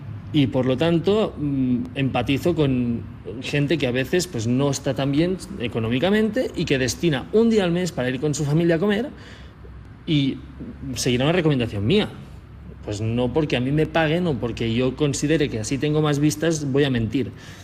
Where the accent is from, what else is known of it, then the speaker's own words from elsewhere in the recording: Spain; con qué criterio voy a recomendar yo, como un español que apenas ha probado comida, comida mexicana.